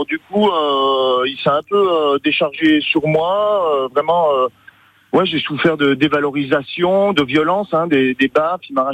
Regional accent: Martignat, Auvergne-Rhône-Alpes, France; now in Champagnac-de-Belair, France; c'était dans un petit village de l'Ain, moi je viens de l'Ain, du Haut-Bugey, à Martignat exactement. Et un petit village où tout le monde se connaît

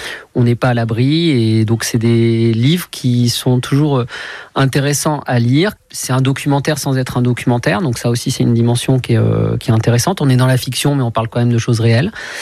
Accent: Véretz, Centre-Val de Loire, France; je suis de Véretz

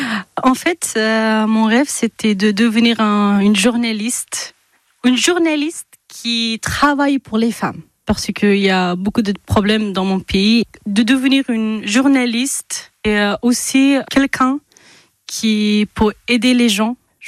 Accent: Afghanistan; moved away as an adult; now in Limoges, France; j'ai 21 ans, je suis afghane, je suis en France depuis 2022 et actuellement je suis étudiante à l'université de Limoges et je fais une licence anglais.

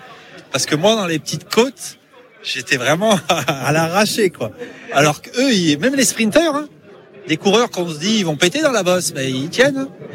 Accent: Lyon, Auvergne-Rhône-Alpes, France; Je suis de Lyon, oui.

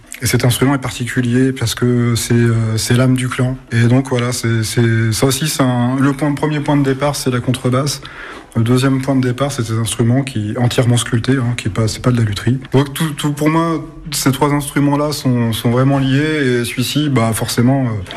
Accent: Nancy, Grand Est, France; parce que moi je suis originaire de Nancy.

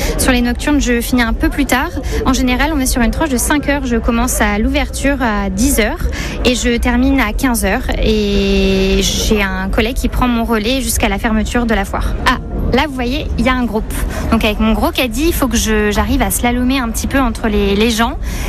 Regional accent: Bordeaux, Nouvelle-Aquitaine, France; j'ai 23 ans et je suis née à Pellegrin, à l'hôpital Pellegrin. Donc je suis bordelaise de naissance. Et j'ai toujours vécu à Bordeaux et fière de l'être, évidemment.

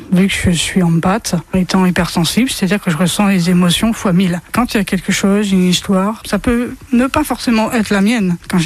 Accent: Arcachon, Nouvelle-Aquitaine, France; now in Le Vignau, France; j'habite sur la commune du Vigneau, j'ai 32 ans et je viens de la ville d'Arcachon.

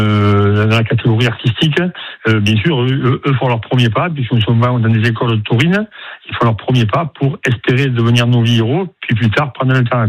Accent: Saint-Rémy-de-Provence, Provence-Alpes-Côte d'Azur, France; Moi, je suis originaire plutôt du côté de Saint-Rémy-de-Provence, où là-bas, il y a aussi des arènes, et des courses de taureaux, et des abrivados, des bandidos, des anciens.

